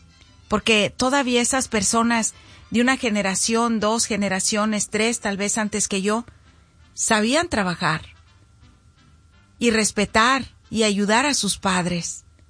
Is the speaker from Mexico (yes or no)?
yes; Zacoalco de Torres, Jalisco, Mexico; moved away; me hicieron acordar de mi pueblo, de Zacualco, de Torres, Jalisco. Un saludo para todos los del barrio de la Cruz Verde, que ahí fue donde fui la niña más feliz. Y eso es lo que soy la mujer de ahora, que vengo de allí, de un barrio humilde.